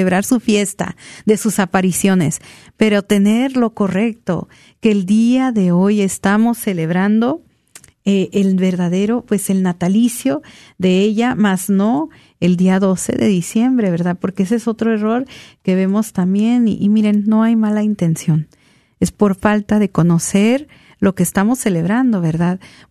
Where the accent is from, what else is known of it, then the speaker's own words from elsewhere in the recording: Mexico; por eso tiramos también la casa por la ventana como mexicanos el día 12